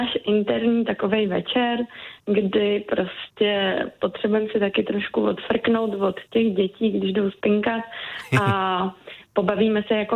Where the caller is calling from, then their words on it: Benešov District, Central Bohemian Region, Czechia; Já jsem z Benešovska.